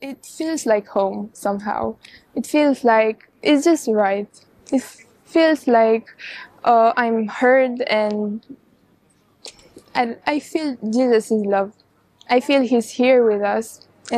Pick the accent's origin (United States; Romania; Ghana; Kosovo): Romania; English is a second language; I'm from Romania.